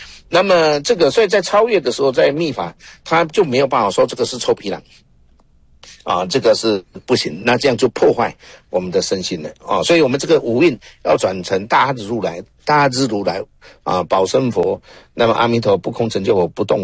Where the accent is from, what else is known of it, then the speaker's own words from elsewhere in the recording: Taiwan; 就好像我们去美国、去非洲，我不属于非洲的，也不属于美国的，因为我是台湾人一样的道理啊